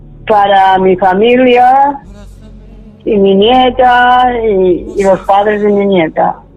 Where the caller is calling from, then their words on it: Villalonga, Valencian Community, Spain; de Villalonga.